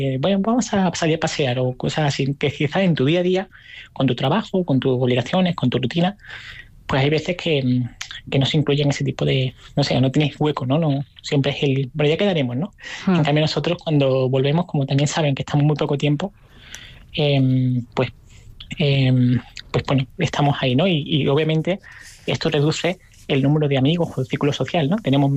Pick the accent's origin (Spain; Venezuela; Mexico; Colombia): Spain; Málaga, Andalusia; moved away as an adult; yo me fui, claro, bien jovencito de Málaga, me fui con apenas 20 años, no he vuelto a vivir en Málaga